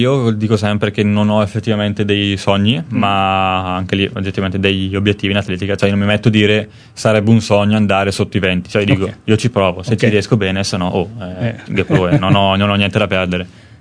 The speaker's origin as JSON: {"language": "Italian", "town": "Brembate di Sopra", "region": "Lombardy", "country": "Italy", "tie": "born or raised there", "said": "È una squadra del mio paese, prima l'Almenno San Bartolomeo, che abita a 500 metri dal mio paese, che abita a Brembate Sopra"}